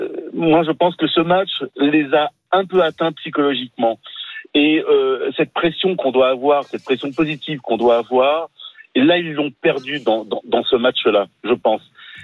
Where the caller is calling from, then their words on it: Aubenas, Auvergne-Rhône-Alpes, France; Je vous appelle d'Aubenas en Ardèche.